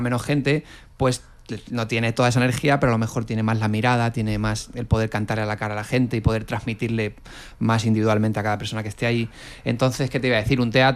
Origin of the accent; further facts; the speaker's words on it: Canary Islands, Spain; Llámalo sandalia si quieres en peninsular. Yo como canario te digo la chola.